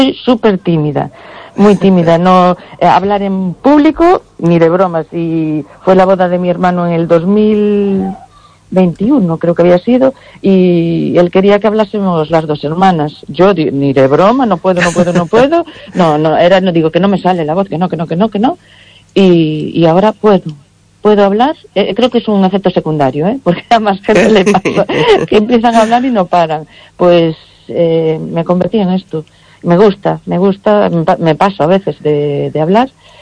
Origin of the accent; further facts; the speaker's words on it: Cortegada, Galicia, Spain; En Cortegada queremos hacer algo, en mi pueblo